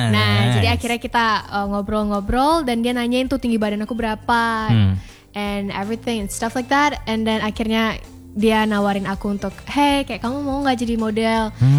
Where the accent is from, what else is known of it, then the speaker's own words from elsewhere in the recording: Padang, West Sumatra, Indonesia; Aku aslinya Padang. Jadi mama itu Saulunto, papa Pariaman, jadi aku Minang.